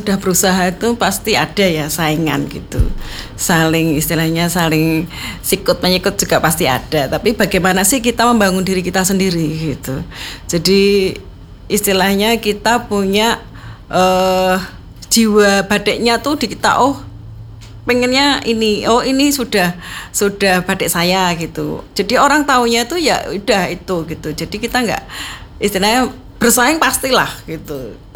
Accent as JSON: {"language": "Indonesian", "region": "Java", "country": "Indonesia", "said": "Kalau kita Jawa kan kita tahu ya, kita ceritanya seperti apa gitu."}